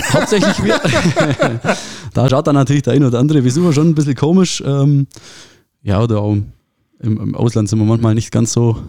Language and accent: German; Memmingen, Bavaria, Germany; now in Baden-Württemberg, Germany; Ja, ich bin gebürtig aus Bayern, also Memmingen geboren. Von dem her, ich bezeichne mich immer so ein bisschen als Exil-Württemberger. Ja. Wohne auch direkt an der Grenze. Also ich sehe den Grenzstein nach Bayern rüber.